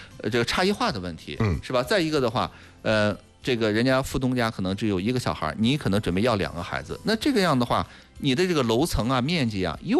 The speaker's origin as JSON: {"language": "Chinese", "town": "Shijiazhuang", "region": "Hebei", "country": "China", "tie": "born or raised there", "said": "我从小在市中心的位置住着长大"}